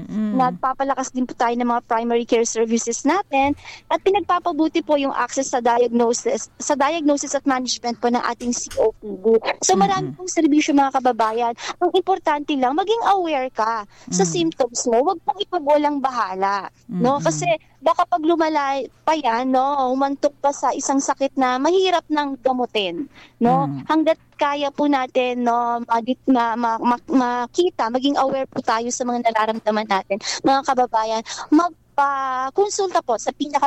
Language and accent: Tagalog; Manila, Metro Manila, Philippines; now in Mindanao, Philippines; I'm from Manila